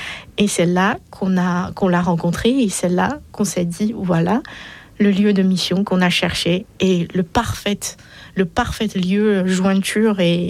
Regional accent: China; nous sommes tous des Chinois, chrétiens, et qu'on a ce feu d'évangélisation

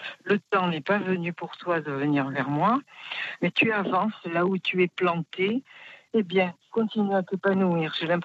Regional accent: Poitiers, Nouvelle-Aquitaine, France; now in Marseille, France; Je suis née non-voyante. Je suis native de Poitiers.

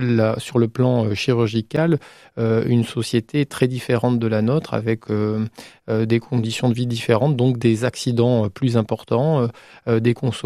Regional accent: Nouvelle-Aquitaine, France; Oui, alors moi je suis basque d'origine, ma femme est basque, tout nous poussait à nous installer au Pays Basque.

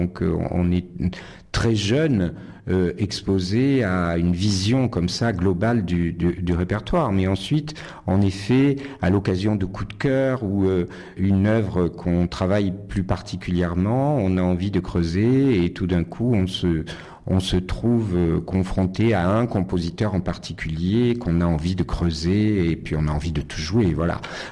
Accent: Nice, Provence-Alpes-Côte d'Azur, France; Exactement, puisque je suis né et j'ai grandi à Nice. Mes parents étaient niçois également, d'origine italienne.

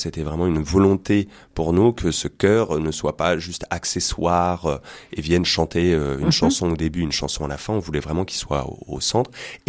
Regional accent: Auvergne-Rhône-Alpes, France; Après, je suis un enfant du pays. J'ai vraiment grandi ici. Je suis parti à Lyon pour les études, mais j'ai eu un attachement toujours très fort à ce territoire.

